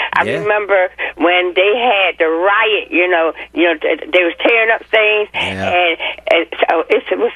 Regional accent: Philadelphia, Pennsylvania, United States; because I live in South Philly, but I was brought up and raised in North Philly, coming from the South, my parents and my, you know, my aunts and stuff.

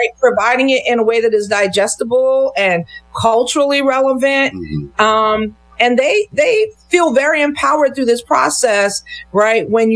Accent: Montgomery County, Pennsylvania, United States; I'm from Montgomery County, mm-hmm. right? Mm-hmm. And it's beautiful. It's the second wealthiest county in the state

